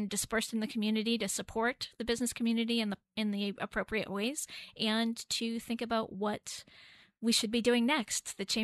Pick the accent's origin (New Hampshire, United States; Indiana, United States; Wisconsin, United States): New Hampshire, United States; Londonderry; I grew up in Londonderry.